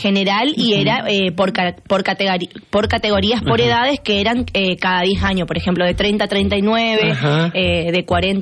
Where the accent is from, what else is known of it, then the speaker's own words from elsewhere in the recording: Nicanor Molinas, Santa Fe, Argentina; now in Reconquista, Argentina; Nosotros somos de Nicanor Molinas. Ajá. Bueno, yo actualmente estoy viviendo acá en la ciudad de Reconquista